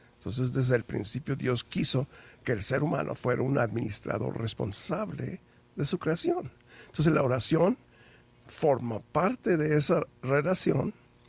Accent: Puerto Rico; now in Mexico; Hola chicos, yo soy de Puerto Rico, pero ya tengo 50 años aquí en México

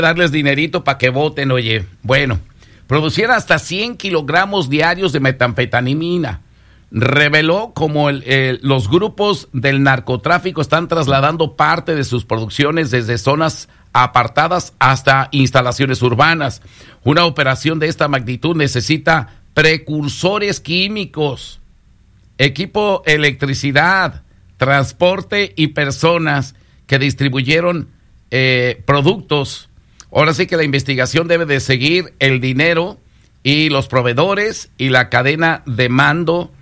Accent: Ciudad Guzmán, Jalisco, Mexico; muchos de ellos eran de mi pueblo, de allá de Ciudad Guzmán.

